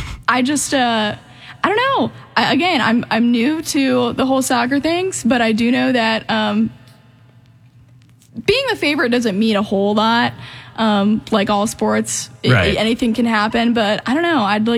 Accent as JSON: {"language": "English", "country": "United States", "said": "We're American, so we should be saying soccer."}